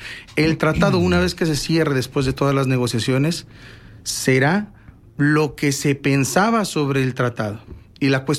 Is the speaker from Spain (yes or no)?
no; Mexico; No pensando en que todos somos ciudadanos de Norteamérica, que sí lo somos, pero en sentido estricto somos ciudadanos mexicanos.